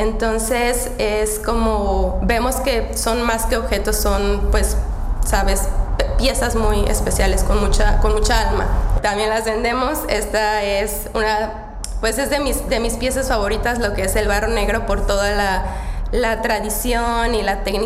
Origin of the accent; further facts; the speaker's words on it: Mexico; now in Czech Republic; también en especial cuando saben que soy mexicana.